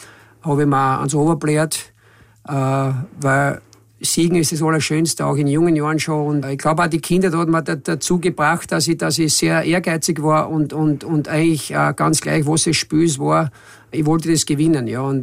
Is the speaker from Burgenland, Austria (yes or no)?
yes; Burgenland, Austria; Ich bin ein waschechter Burgenländer.